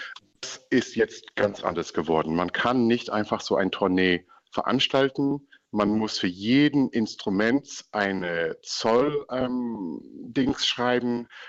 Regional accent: England, United Kingdom; German is a second language; moved away as an adult; now in Berlin, Germany; Also deshalb kommen wir überhaupt aus England.

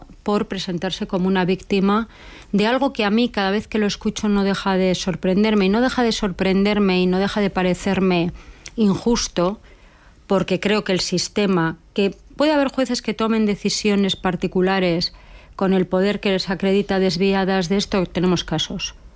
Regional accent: Basque Country, Spain; Esa acusación ha sido reiterada en mi tierra de la izquierda abertzale con los procedimientos abiertos por la vinculación por el terrorismo con ETA.

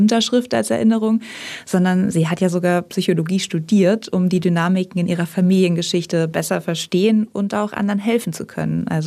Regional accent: Northern Germany, Germany; Ich komme aus Norddeutschland, also genau daher, wo die Frauen damals angeworben wurden.

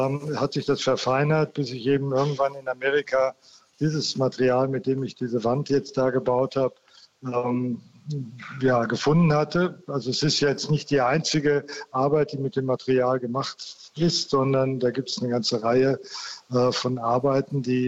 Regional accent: North Rhine-Westphalia, Germany; Also wir kommen ja aus Westfalen

